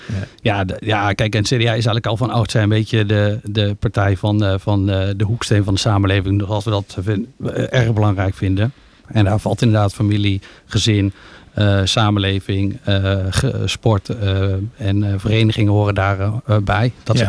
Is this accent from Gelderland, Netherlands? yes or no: yes; Hummelo, Gelderland, Netherlands; also born or lived in Keppel; now in Zelhem, Netherlands; ik woon met mijn vrouw en drie kinderen in Zelle. Opgegroeid in Hummelo en Keppel.